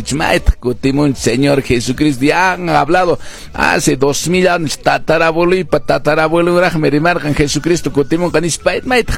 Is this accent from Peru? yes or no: yes; Cusco, Peru; Todos los cusqueños, todos los ciencianos, especialmente los Cienciano, estamos contentos.